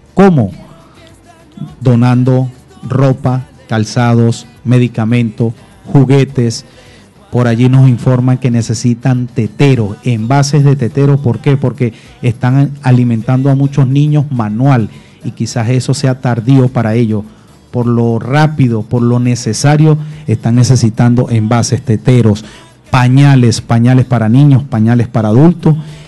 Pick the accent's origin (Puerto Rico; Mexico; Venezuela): Venezuela; Hoy nos unimos como venezolanos.